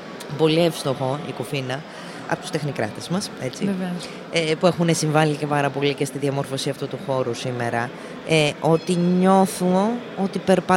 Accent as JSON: {"language": "Greek", "town": "Thessaloniki", "region": "Central Macedonia", "country": "Greece", "said": "Εγώ είμαι πολύ περήφανη, ναι, που είμαι από τη Θεσσαλονίκη."}